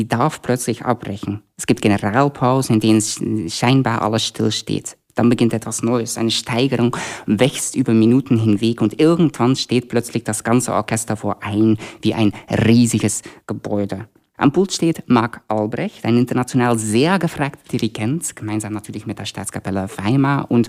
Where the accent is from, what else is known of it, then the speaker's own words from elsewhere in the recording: Belgium; moved away; ich komme ursprünglich aus Belgien